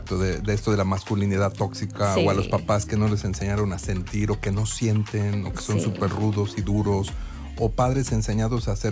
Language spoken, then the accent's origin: Spanish; Mexico